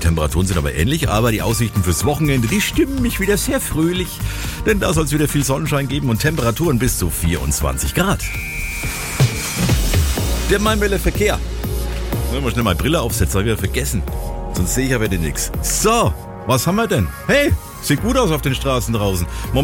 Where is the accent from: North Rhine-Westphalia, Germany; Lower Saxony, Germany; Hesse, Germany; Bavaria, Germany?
Bavaria, Germany; Kronach district; In Seibelsdorf, das ist im Landkreis Kronich, da komme ich her aus der Gegend.